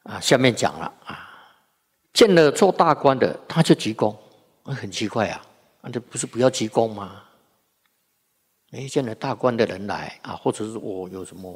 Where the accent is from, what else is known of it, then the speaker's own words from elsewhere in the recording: Taiwan; 我们台湾这些本地的人